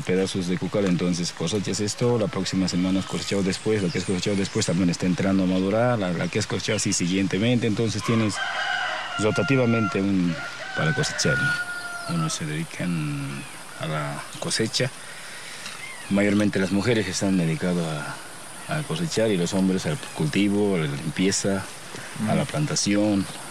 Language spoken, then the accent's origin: Spanish; Tocaña, La Paz, Bolivia; Yo nací aquí en Tocay. Desde mi niñez he vivido con la coca siempre. Mis padres han sido siempre productores de coca